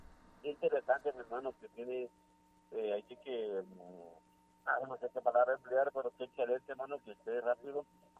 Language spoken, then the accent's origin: Spanish; Mixco, Guatemala Department, Guatemala; born there; now in San Miguel Petapa, Guatemala; soy de Misco, ahí nací.